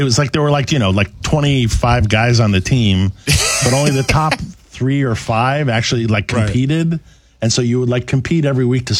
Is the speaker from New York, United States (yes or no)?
yes; New York, United States; I grew up on South Shore, Long Island, so it was right along the marsh, right along the water.